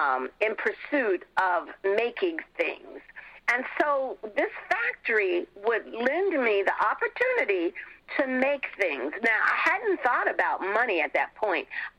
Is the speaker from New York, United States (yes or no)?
yes; New York City, New York, United States; I grew up in Harlem.